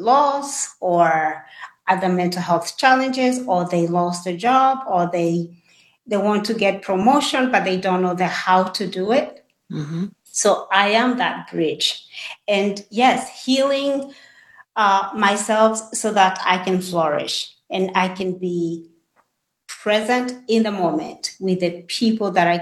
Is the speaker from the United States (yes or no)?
no; Kenya; I'm from Kenya and my mother was a school teacher. And I will say I was blessed to be born in that family.